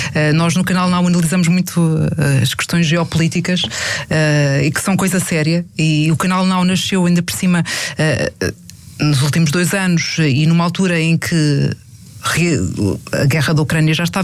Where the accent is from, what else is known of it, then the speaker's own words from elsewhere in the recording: Lisbon, Portugal; e de Benfica e Sporting, sobretudo, como sou de Lisboa, não tanto o Futebol Clube do Porto